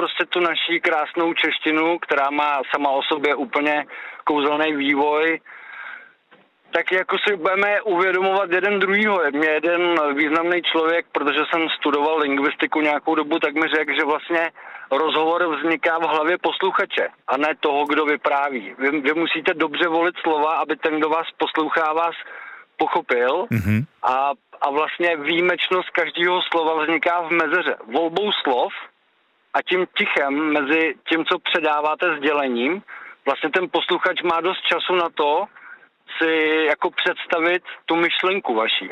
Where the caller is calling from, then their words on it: Prachatice, South Bohemian Region, Czechia; Já jsem z Prachatická.